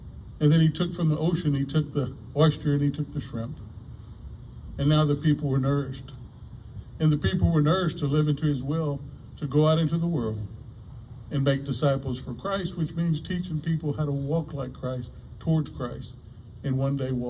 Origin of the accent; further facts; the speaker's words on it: Gulf Coast, United States; moved away; And in my hometown, it was only 20-something miles away from the Gulf.